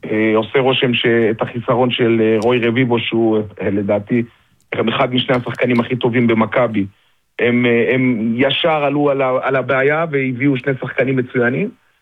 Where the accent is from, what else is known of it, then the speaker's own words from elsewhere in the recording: Beersheba, Southern District, Israel; אני באר שבעי. נולדתי, גדלתי, התחנכתי פה.